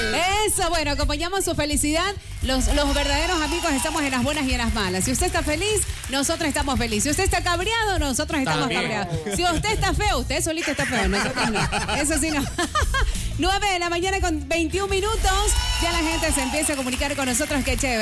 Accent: Ecuador

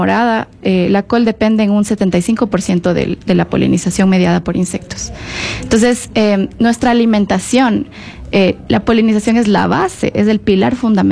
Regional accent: Ecuador

